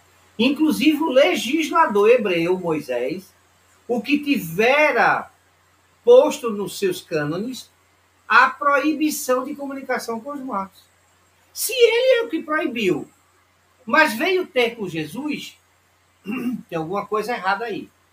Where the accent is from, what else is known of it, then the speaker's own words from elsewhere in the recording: Alagoas, Brazil; Nós somos nordestinos mesmo. Eu sou alagoano, Cristiana é pernambucana.